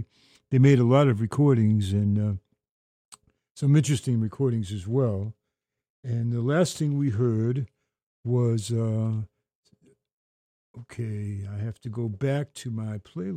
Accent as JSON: {"language": "English", "town": "Boston", "region": "Massachusetts", "country": "United States", "tie": "born or raised there"}